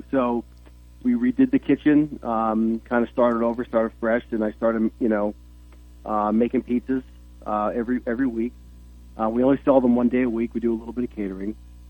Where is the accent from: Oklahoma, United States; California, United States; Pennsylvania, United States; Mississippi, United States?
Pennsylvania, United States; Nesquehoning; Small little coal town. I graduated with 82 kids from Panther Valley High School. And, yeah, that's we're from the New Columbus section of Nesquehoning